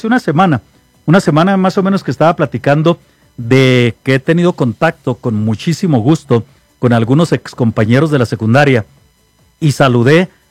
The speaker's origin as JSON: {"language": "Spanish", "country": "Mexico"}